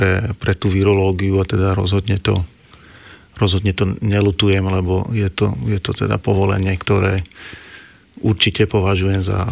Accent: Malacky, Bratislava Region, Slovakia; accent: Záhorie dialect; first language Záhorie dialect; also born or lived in Berlin; dá sa tak povedať, že som vlastne rodák a keďže je to taká výhodná poloha vzhľadom k Bratislave, tak vlastne nie je problém dochádzať do Bratislavy, takže som nikdy nemal vlastne potrebu sa odsťahovať alebo presťahovať do Bratislavy.

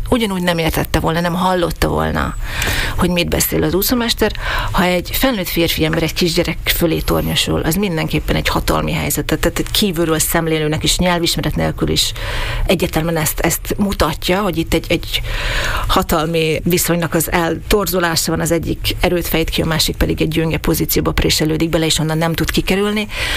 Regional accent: Slovakia; born or raised there

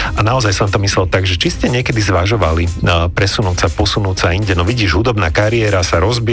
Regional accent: Banská Bystrica, Banská Bystrica Region, Slovakia; now in Bratislava, Slovakia; ja som z Banskej Bystrice, takže ja poznám región, aj keď teda je to trošku vzdialenejšie. Rodičov mám akurát vo Zvolene, aj keď som ja už dlhší čas v Bratislave, než teda som strávil na strednom Slovensku

